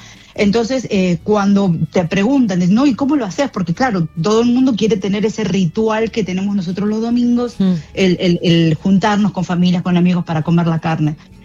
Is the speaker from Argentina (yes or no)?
yes; Luis Guillón, Buenos Aires Province, Argentina; now in United States; nos hicimos una quinta atrás de la casa, hicimos una quinta como teníamos ahí en Luis Guillón, que somos de Luis Guillón.